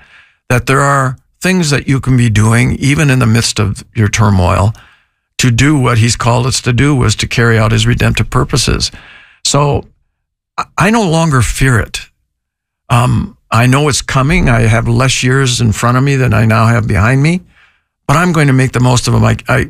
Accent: Sault Ste. Marie, Michigan, United States; I grew up in Sault Ste. Marie, Michigan. And we had 120, 160 inches of snow.

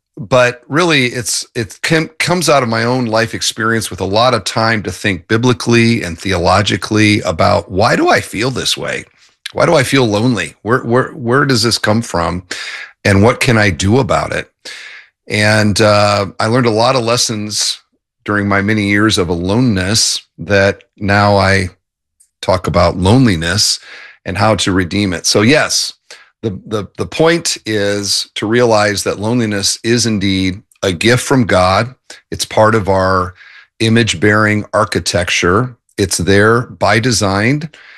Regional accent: Cedar Falls, Iowa, United States; I grew up in Cedar Falls.

